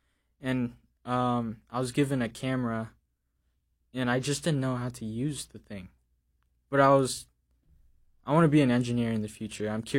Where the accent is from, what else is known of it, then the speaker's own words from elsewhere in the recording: Juneau, Alaska, United States; Because born and raised in Juneau, you don't know what tourists go through, really.